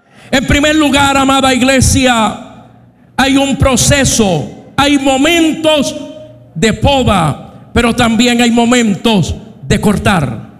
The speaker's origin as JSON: {"language": "Spanish", "country": "Puerto Rico", "said": "mi tierra, Puerto Rico."}